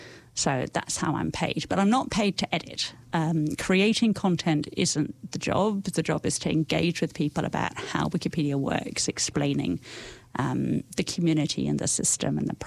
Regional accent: United Kingdom; moved away as an adult; also born or lived in Christchurch; now in New Zealand; when I came to New Zealand, so I'm British originally.

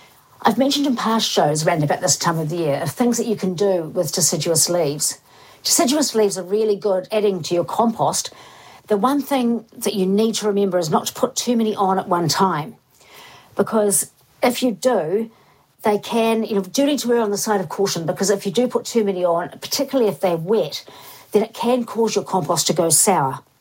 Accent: Invercargill, Southland, New Zealand; I remember when I was growing up in Invercargill

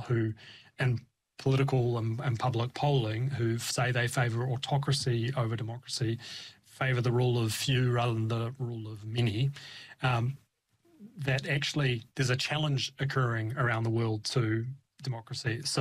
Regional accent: Christchurch, Canterbury, New Zealand; growing up in Christchurch

